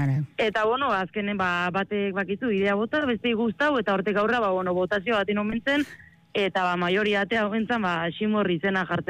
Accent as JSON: {"language": "Basque", "town": "Urdaneta", "region": "Basque Country", "country": "Spain", "tie": "born or raised there", "said": "Osa, hor jaio naiz, hor bizi naiz, eta asmoare alauka, tala bizitzeko."}